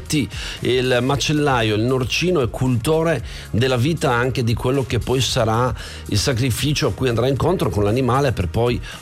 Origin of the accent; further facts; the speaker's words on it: Friuli-Venezia Giulia, Italy; born there; also born or lived in Canada; io arrivo proprio dall'Emena. Reghena, cioè proprio una bella fetta ristretta sotto Pordenone.